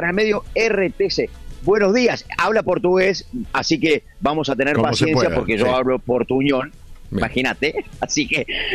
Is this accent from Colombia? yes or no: no; Argentina; Somos de Argentina.